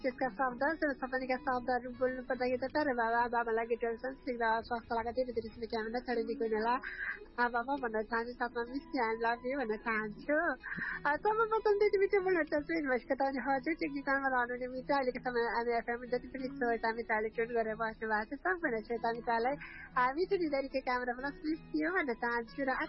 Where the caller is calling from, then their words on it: eastern Nepal, Nepal; moved away; हजुर म दुबईबाट, नेपालको पूर्वतिर घरमै हाल दुबईबाट